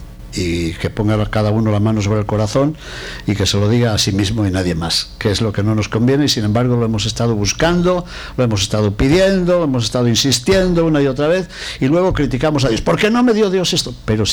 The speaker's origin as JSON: {"language": "Spanish", "region": "Castile and León", "country": "Spain", "moved": "yes", "said": "En mi tierra de León decían el furmiento, un dialecto casi asturiano y gallego."}